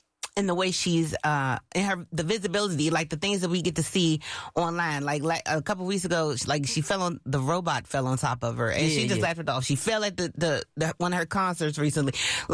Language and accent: English; East Coast, United States; Yeah, I'm from the East Coast.